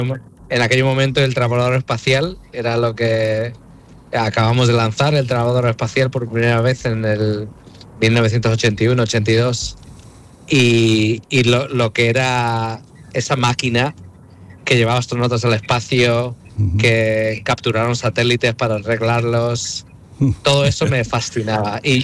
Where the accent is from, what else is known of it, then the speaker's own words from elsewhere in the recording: Málaga, Andalusia, Spain; born there; Pues mira, yo nací en Málaga porque con mi padre siendo piloto, mi madre azafata, mi madre nació en Málaga también y ajá, toda su familia estaba allí.